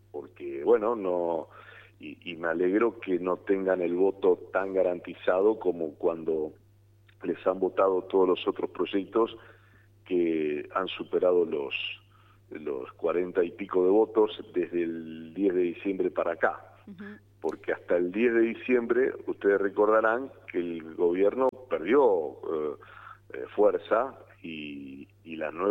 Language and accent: Spanish; Argentina